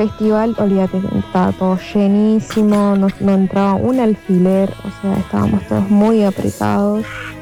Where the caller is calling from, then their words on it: San Miguel, Buenos Aires Province, Argentina; Los escucho desde San Miguel.